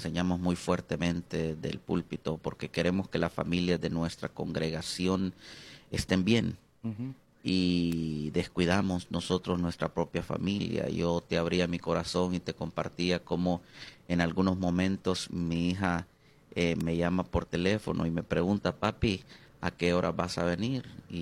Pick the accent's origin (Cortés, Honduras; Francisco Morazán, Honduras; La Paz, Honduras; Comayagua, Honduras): Francisco Morazán, Honduras; Tegucigalpa; Soy originario de Honduras, nací en Tegucigalpa.